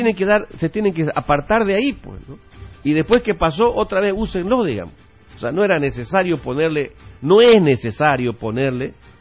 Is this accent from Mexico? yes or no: no; Santa Cruz, Bolivia; nosotros los cruceños